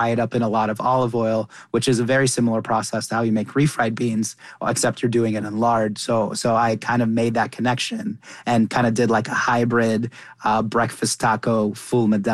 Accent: Doha, Qatar; moved away; I was born and raised in Doha, Qatar.

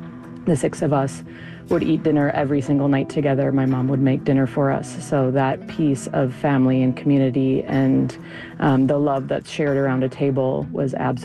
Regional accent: St. Paul, Minnesota, United States; I grew up in St. Paul, Minnesota, so I was a Midwestern city girl, probably as different as could be from how Juan grew up.

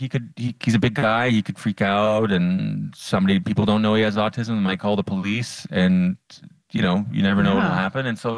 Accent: Ottawa, Ontario, Canada; I opened for Nate Bargatze in Ottawa, my hometown, at the hockey arena in front of 18,000 people.

